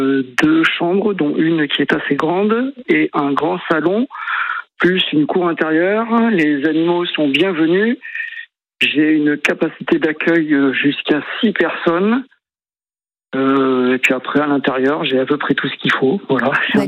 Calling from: Bordeaux, Nouvelle-Aquitaine, France; j'habite Bordeaux Centre, à 400 mètres du jardin public.

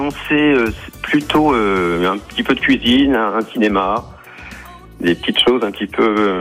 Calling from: Nouaillé-Maupertuis, Nouvelle-Aquitaine, France; Je vous appelle de Noyers, Maupertuis.

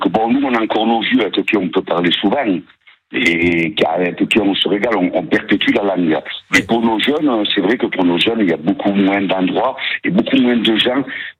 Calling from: Provence-Alpes-Côte d'Azur, France; Nous, on est dans les villages. Moi, je suis à Castagny, à Péon. À Castagny, à Péon et à Castagny, c'est village des montagnes et des campagnes.

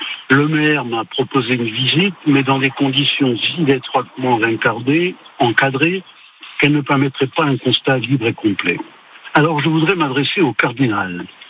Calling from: Pietra-di-Verde, Corsica, France; Je suis de Pietradiver

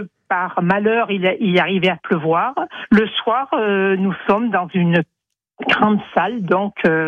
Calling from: Chard, Nouvelle-Aquitaine, France; Eh ben, je suis à Chars.

